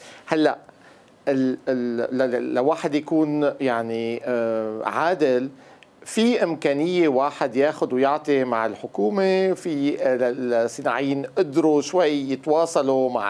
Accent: Syria

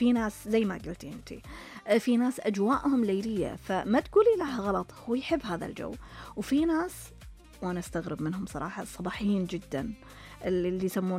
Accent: Saudi Arabia; هنا في السعودية. يعني ما شاء الله ديرتنا قارة ما بين أجواء

